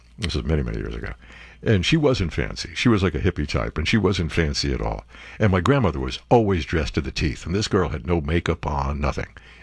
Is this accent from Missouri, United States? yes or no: no; New Jersey, United States; Well, I'm from New Jersey.